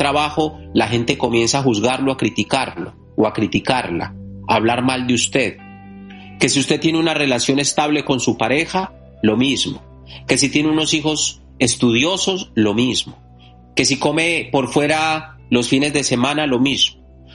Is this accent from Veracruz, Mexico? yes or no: yes; Catemaco, Veracruz, Mexico